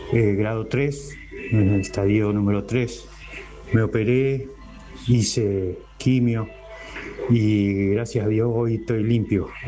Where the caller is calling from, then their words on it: Rafaela, Santa Fe, Argentina; de Rafaela